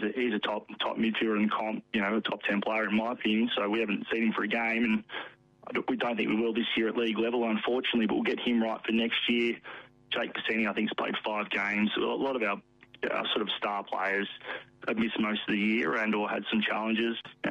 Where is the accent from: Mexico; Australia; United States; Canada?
Australia; Melbourne, Victoria; Phil and Andrew are aware I'm from Melbourne